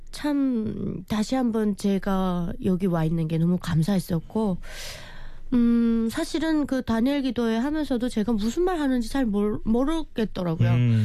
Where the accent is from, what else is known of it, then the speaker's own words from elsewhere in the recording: North Korea; moved away as an adult; now in South Korea; 저는 북한에서 왔기 때문에